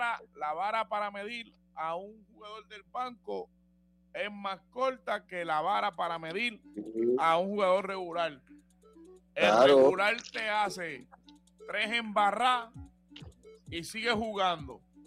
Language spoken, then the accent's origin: Spanish; Cabo Rojo, Puerto Rico; Cabo Verde, yo soy de Cabo Rojo. Cabo Verde, ¿dónde queda?